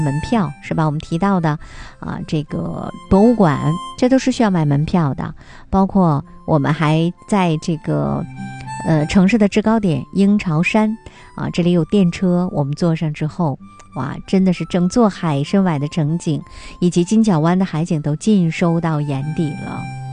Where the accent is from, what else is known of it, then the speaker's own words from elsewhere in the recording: Northeast China, China; 这也是独属于我们东北人的出境游的福利啊。